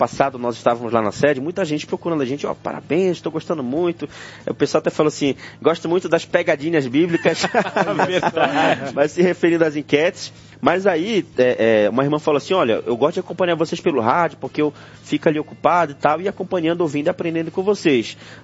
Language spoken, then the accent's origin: Portuguese; Pará, Brazil; Eu sou paraense, o Gabriel é baiano.